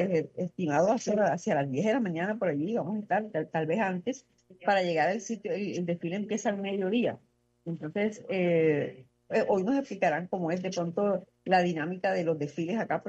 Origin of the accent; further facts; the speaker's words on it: Colombia; somos los únicos colombianos que vamos a estar en esa participación